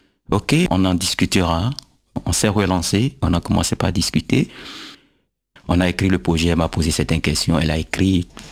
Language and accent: French; Abomey, Zou, Benin; born there; je suis né à Boumé, la terre d'Aboumé